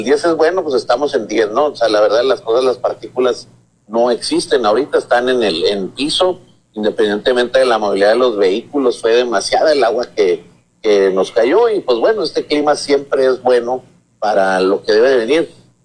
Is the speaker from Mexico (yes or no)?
yes; Ciudad Juárez, Chihuahua, Mexico; aquí los que somos de Juárez desde hace muchos años